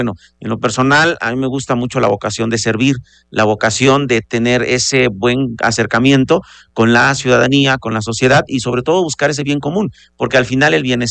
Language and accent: Spanish; Puebla, Mexico; somos parte de la Mixteca, vecinos de la Mixteca. Yo soy originario del municipio de Toixtepec, allá en la parte de Tecamachalco, Tepeaca, Acatzingo, de esa zona. No obstante, nos identificamos con la región Mixteca.